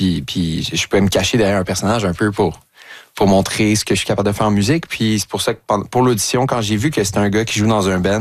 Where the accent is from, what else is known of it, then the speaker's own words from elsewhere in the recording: Longueuil, Quebec, Canada; En fait, moi j'ai grandi dans le Vieux-Longueuil, puis lui aussi habitait là.